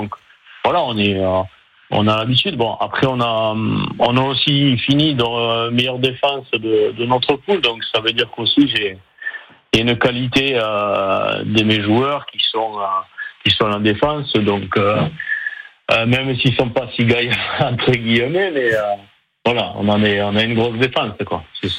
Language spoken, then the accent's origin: French; Nouvelle-Aquitaine, France; je suis originaire du Lot-et-Garonne